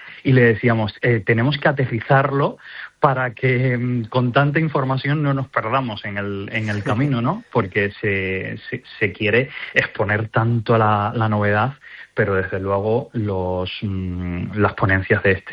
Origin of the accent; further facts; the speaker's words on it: Galicia, Spain; a nosotros, como gallegos